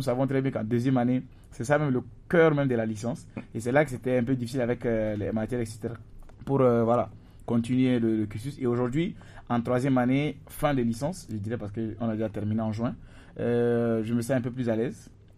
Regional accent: Chad; moved away as an adult; moi je suis arrivé du Tchad, bien sûr je dois le préciser, fraîchement arrivé en première année.

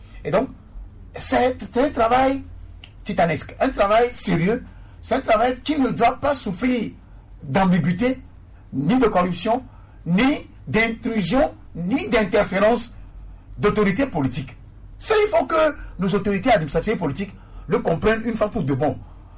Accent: Togo; chez nous au Togo

